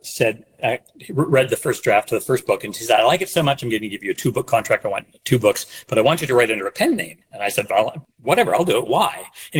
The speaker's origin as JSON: {"language": "English", "country": "Ireland", "said": "And then I came up with … because I'm an Irishman and there's a town called that."}